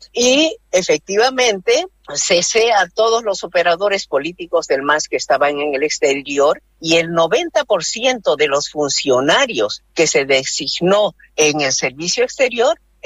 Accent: Bolivia

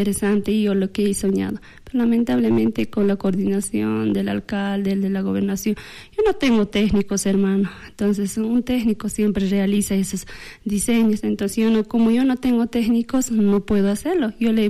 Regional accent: Potosí, Bolivia

